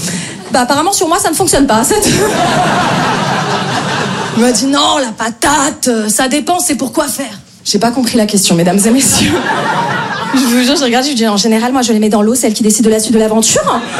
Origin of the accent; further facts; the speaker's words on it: Paris, Île-de-France, France; Je me présente … moi je viens de Paris, j'essaye de jouer un peu dans plein de villes en France.